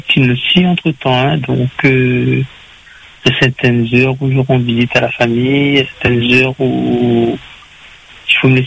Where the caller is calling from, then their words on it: Saint-Denis, Réunion; je suis de Saint-Denis.